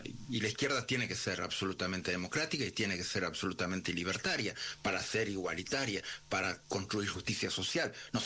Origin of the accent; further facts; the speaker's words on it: Uruguay; moved away as an adult; vuelvo al Uruguay porque soy uruguayo